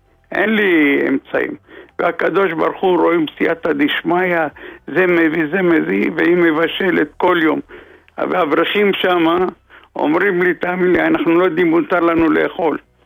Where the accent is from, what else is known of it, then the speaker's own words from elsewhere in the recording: Jerusalem, Jerusalem District, Israel; אני מירושלים, מרמת שלמה.